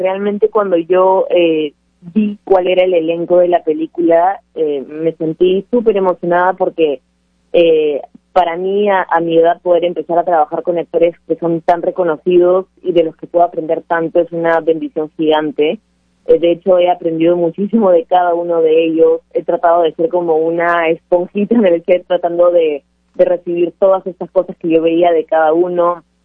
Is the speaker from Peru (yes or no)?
yes; Peru